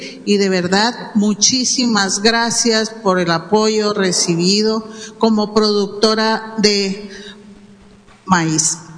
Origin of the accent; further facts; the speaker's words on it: Los Mochis, Sinaloa, Mexico; soy de Los Mochis, Sinaloa, enfermera jubilada